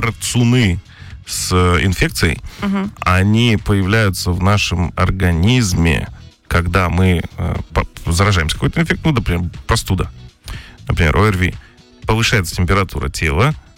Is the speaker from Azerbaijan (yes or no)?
no; Kyrgyzstan; now in Russia; Вот смотри, я же из Киргизии.